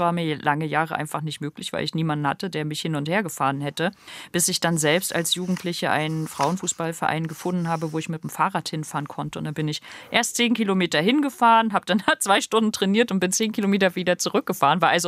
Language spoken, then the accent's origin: German; Rostock, Mecklenburg-Vorpommern, Germany; ich bin ja nicht nur norddeutsch, sondern ich bin ja auch aus dem Osten, ich bin aus Rostock.